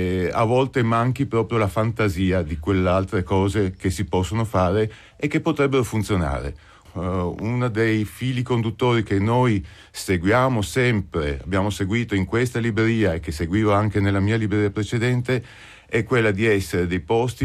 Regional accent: Venice, Veneto, Italy; born there; Io sono l'unico che sono nato a Venezia.

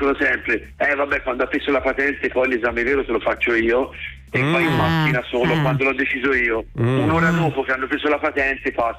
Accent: Tuscany, Italy; sono toscano

